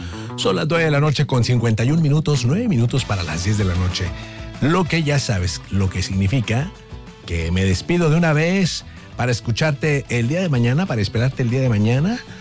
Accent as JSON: {"language": "Spanish", "town": "Monterrey", "region": "Nuevo León", "country": "Mexico", "tie": "born or raised there", "said": "así somos todos los regios, es lo que yo he visto y es como he convivido toda mi vida aquí con ustedes."}